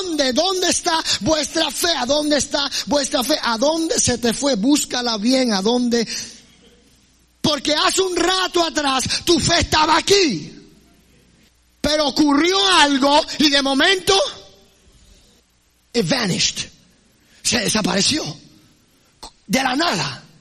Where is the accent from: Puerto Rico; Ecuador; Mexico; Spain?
Puerto Rico; Yo soy de Puerto Rico